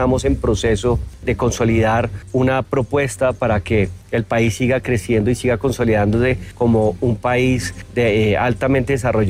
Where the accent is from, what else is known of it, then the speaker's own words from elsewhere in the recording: Colombia; me siento orgulloso como colombiano de contarlo.